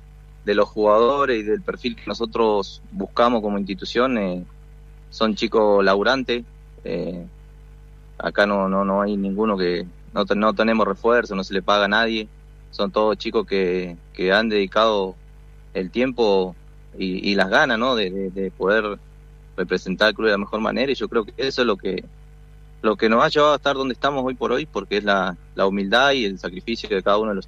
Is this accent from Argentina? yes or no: yes; Catriel, Río Negro, Argentina; Sí, somos de Catriel